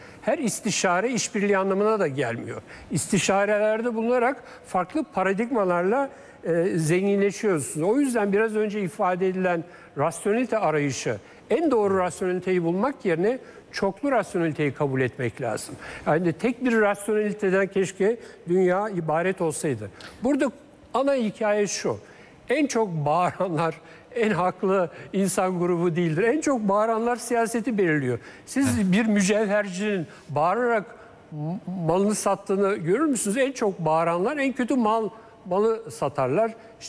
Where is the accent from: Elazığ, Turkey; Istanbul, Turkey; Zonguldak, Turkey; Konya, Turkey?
Istanbul, Turkey; Üsküdar; Yani ben Üsküdar'lıyım, güzelim, konaklarımız bizim apartmana dönüştü.